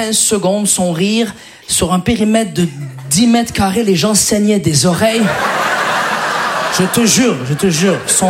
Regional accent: Quebec, Canada; now in Paris, France; En tant que Québécois, je suis confus. Je suis arrivé ici, puis c'est pas ce qu'on nous a promis.

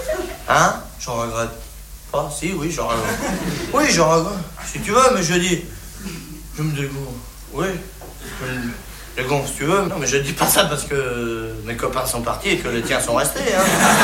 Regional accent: France

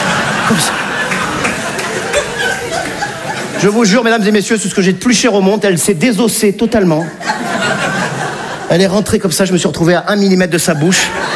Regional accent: Nice, Provence-Alpes-Côte d'Azur, France; now in Paris, France; je suis niçois, je ne fais pas partie de ces sudistes qui tapent sur les Parisiens, pas du tout.

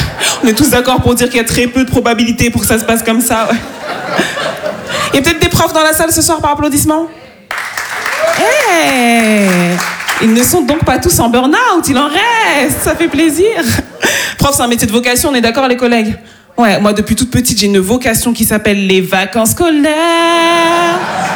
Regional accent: Île-de-France, France; born there; C'est peut-être parce que je suis née dans le Val-d'Oise

